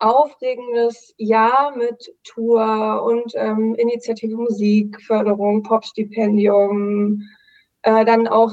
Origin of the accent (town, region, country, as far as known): Brandenburg, Germany; born or raised there